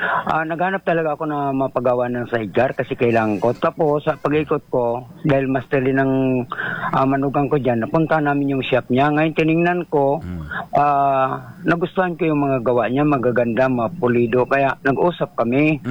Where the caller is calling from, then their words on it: San Vicente, Mimaropa, Philippines; Dito po ako sa bayan ng San Vicente.